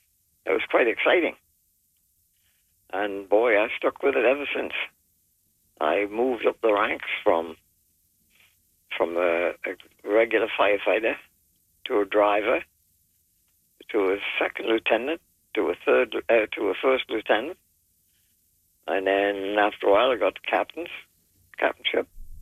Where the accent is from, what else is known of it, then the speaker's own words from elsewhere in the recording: England, United Kingdom; now in Kentville, Canada; We emigrated to Canada from England. And we moved to the Kentville area.